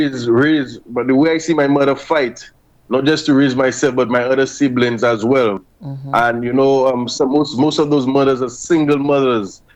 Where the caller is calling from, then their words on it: Castries, St. Lucia; I am from Central Castries